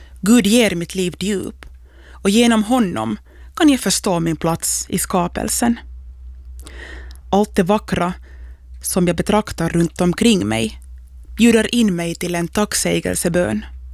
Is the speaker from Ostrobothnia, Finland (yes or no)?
no; Järvenpää, Uusimaa, Finland